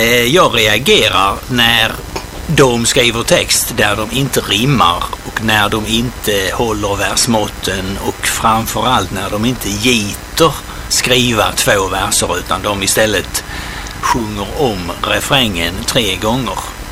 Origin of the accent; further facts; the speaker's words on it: Tyringe, Skåne, Sweden; accent: Skåne dialect; moved away as an adult; also born or lived in Särö, Kungsbacka; som du hör på min dialekt så kommer jag ifrån den bergiga, höglänta delen av Skåne. Jag är från Tyringen nere i Skåne. Men jag har bott ett antal år i Särö utanför Kungsbacka.